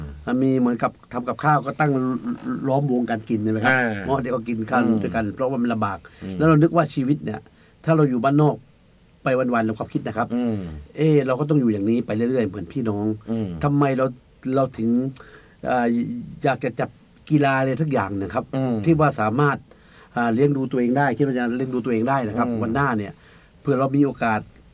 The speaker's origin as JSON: {"language": "Thai", "area": "Khuan Kalong District", "region": "Satun", "country": "Thailand", "said": "ผมเป็นคนจังหวัดสตูลครับ"}